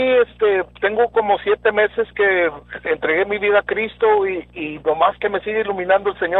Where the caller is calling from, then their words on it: Eagle Pass, Texas, United States; Soy de Eagle Pass, Texas.